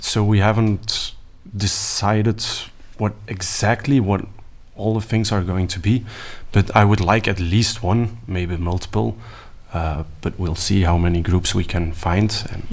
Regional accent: Antwerp, Flanders, Belgium; English is a second language; I'm a student from Antwerp.

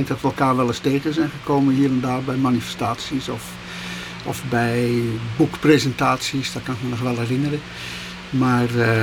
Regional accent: Utrecht, Netherlands; accent: Dutch (Northern Netherlands, Utrecht area); now in Antwerp region, Belgium; Ik heb natuurlijk een verschrikkelijk Nederlands accent. Mensen horen altijd niet alleen dat ik uit Nederland kom, maar de meeste mensen horen ook direct dat ik uit de buurt van Utrecht kom.

